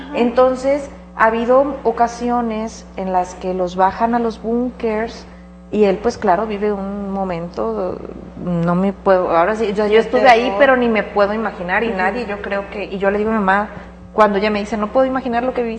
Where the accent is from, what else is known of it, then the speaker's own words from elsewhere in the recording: Mexico; Como toda mexicana, a lo mejor, y la idiosincrasia de acá